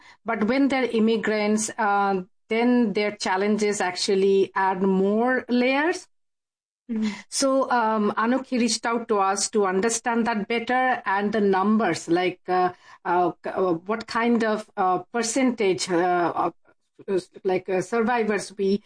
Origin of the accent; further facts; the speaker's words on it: India; moved away; as you announced already, and I came from India about 30 years ago